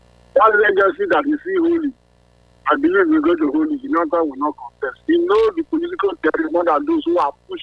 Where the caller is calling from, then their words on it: Adamawa, Nigeria; I'm calling from Adowawa.